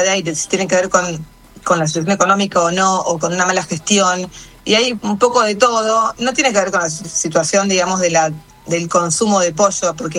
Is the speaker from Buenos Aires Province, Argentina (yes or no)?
yes; Capitán Sarmiento, Buenos Aires Province, Argentina; Cuando yo digo soy de Capitán Sarmiento, ¿y dónde queda eso? bueno, cerca de Areco.